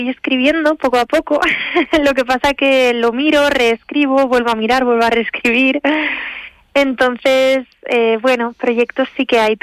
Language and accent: Spanish; Teruel, Aragon, Spain; also born or lived in Barcelona province; No, crecí en Teruel, aquí en la capital.